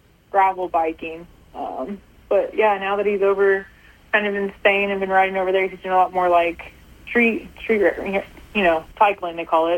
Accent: Texas, United States; now in Kansas, United States; I grew up in Texas.

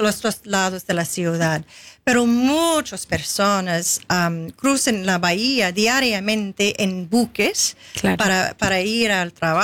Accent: Sydney, New South Wales, Australia; Spanish is a second language; also born or lived in South Australia; Bueno, yo nací en Sydney y yo viví en Sydney hasta a los 11 años. Después mi familia sí trasladé al sur, South Australia.

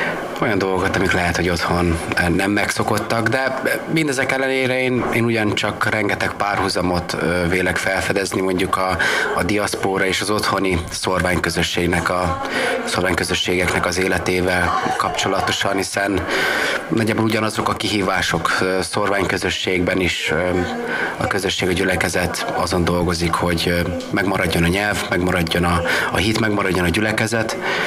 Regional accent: Satu Mare County, Romania; moved away as an adult; now in Melbourne, Australia; Tavaly januárban érkeztünk, mi Erdélyből, pontosabban Párciumból érkeztünk, a határ menti területekről, Szatmár megyéből származunk mind a ketten, én is és a feleségem is

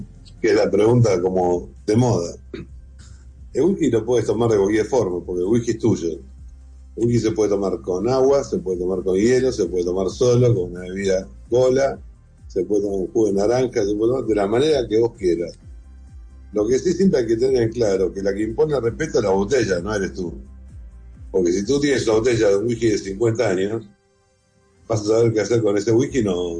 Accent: Argentina

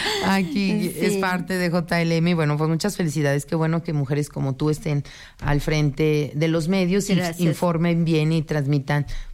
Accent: Aguascalientes, Mexico; yo nací en Aguascalientes. Yo crecí en el barrio de San Marcos

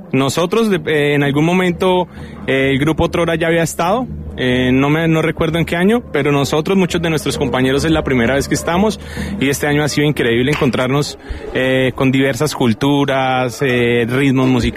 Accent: Tunja, Boyacá, Colombia; de Tunja, Boyacá, Colombia.

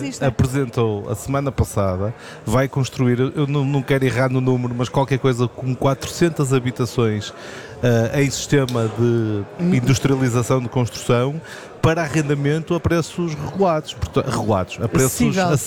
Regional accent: Norte, Portugal; eu sendo minhoto não posso deixar de dizer, o Minho tem sempre, não que o resto do país não tenha, mas o Minho tem sempre duas coisas espetaculares

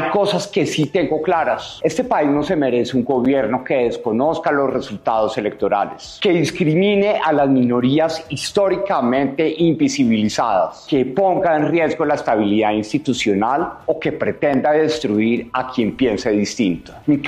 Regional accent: Colombia; Como colombiano, lo que defiendo es que se respete la democracia.

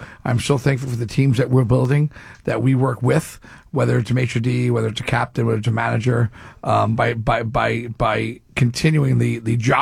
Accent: New York, United States; I grew up in Rockland County. I used to go to the shops at Riverside, and now my name is on the facade.

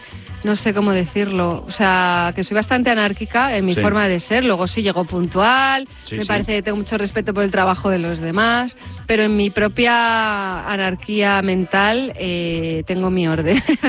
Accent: Madrid, Community of Madrid, Spain; Pero yo soy madrileña.

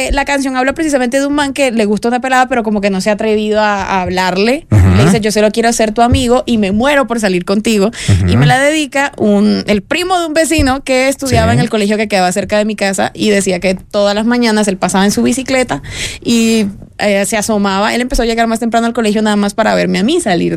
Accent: Caribbean Region, Colombia; Yo pues soy costeña.

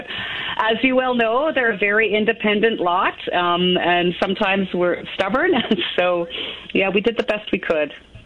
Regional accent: Saskatchewan, Canada; Chris and I were both born and raised in Saskatchewan

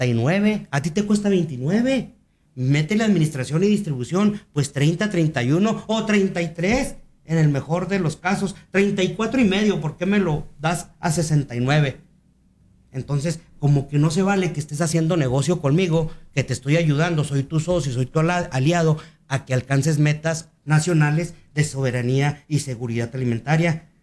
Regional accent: Mexico; Y digo amigos porque somos mexicanos todos.

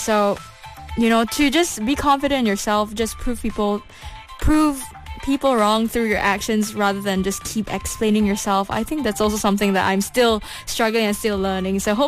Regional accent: Malaysia; I mean, we are Malaysian, right?

